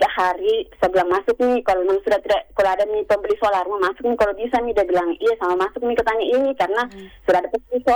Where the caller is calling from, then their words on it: Kendari, Southeast Sulawesi, Indonesia; Saya dari … di Kendari, ingin mengeluhkan masalah yang baru-baru ini sempat viral katanya.